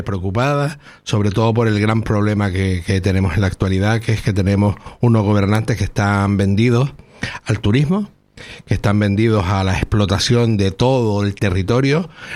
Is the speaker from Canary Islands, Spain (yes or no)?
yes; Canary Islands, Spain